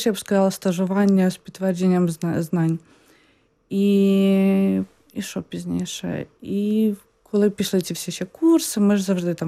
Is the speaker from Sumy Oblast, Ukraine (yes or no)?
no; Lviv Oblast, Ukraine; moved away as an adult; я сама з Львівської області, та Західної України, і ми трохи наслухані польської